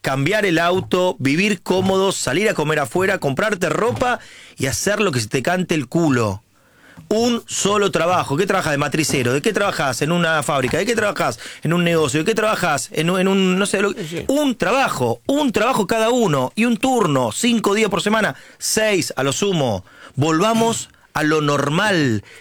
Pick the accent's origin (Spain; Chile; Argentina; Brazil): Argentina; Creo que lo que tenemos que lograr como argentinos